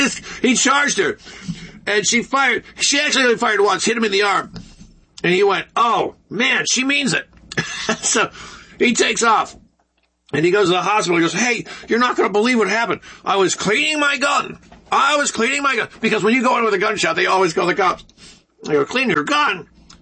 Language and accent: English; Detroit, Michigan, United States; born there; I'm from Detroit. So I'm born in November, November 21st.